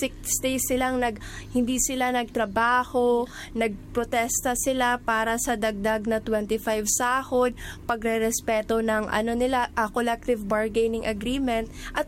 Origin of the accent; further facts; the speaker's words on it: Visayas, Philippines; Tagalog is a second language; now in Manila, Philippines; mahirap yung lengguahe kasi laking Bisaya ako.